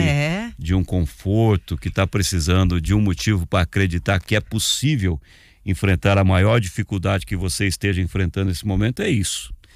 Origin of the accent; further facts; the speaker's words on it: Brazil; Eu sou de Formosa